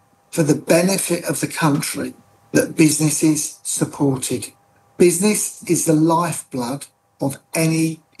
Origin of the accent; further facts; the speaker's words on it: United Kingdom; our previous years as the great British economy and a great British country, which we still are, we're proud British people, is this.